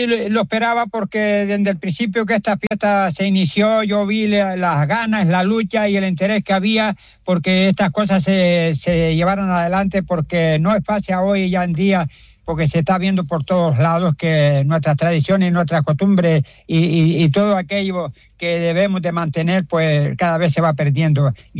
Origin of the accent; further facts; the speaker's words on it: Gáldar, Canary Islands, Spain; luchar por mi pueblo, no solo de Caideros, sino de Galda